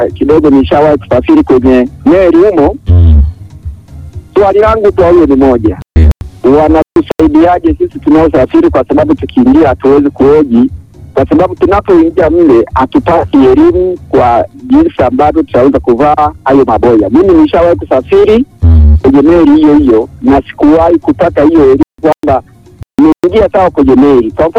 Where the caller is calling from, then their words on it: Kyerwa District, Kagera, Tanzania; natoka Ilai ya Kierwa, kijiji cha Tumsi, kitongoji cha Banga A, pakana Uganda huko na Rwanda.